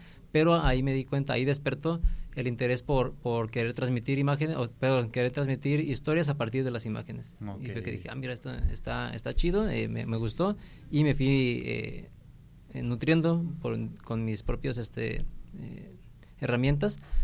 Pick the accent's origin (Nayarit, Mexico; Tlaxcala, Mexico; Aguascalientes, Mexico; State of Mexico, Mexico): Nayarit, Mexico; Tepic; No, sí, tengo 38 años y soy de aquí de Tepic, soy fotógrafo, documental, entre documental y artístico.